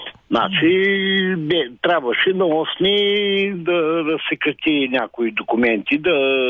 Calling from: Ruse Province, Bulgaria; съм от Русенско.

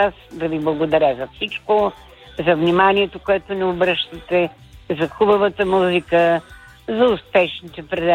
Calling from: Burgas, Burgas Province, Bulgaria; От Бургас съм.

